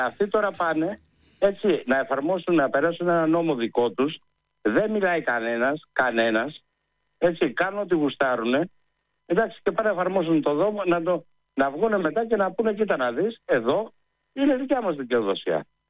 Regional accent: Western Greece, Greece; Εγώ δεν είμαι Μακεδόνας, έτσι. Εγώ είμαι Ακαρνάνας.

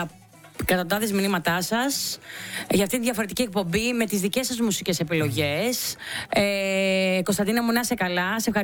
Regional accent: Western Greece, Greece; γιατί εγώ είμαι από την Ηλία, ξέρω το Καλαματιανό, το Τσάμικο, αυτά.

